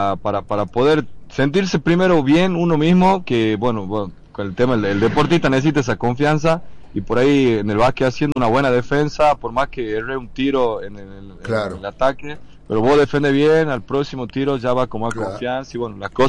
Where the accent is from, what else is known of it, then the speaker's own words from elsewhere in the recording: Lules, Tucumán, Argentina; Yo soy de Lule y jugaba en Brown al fútbol.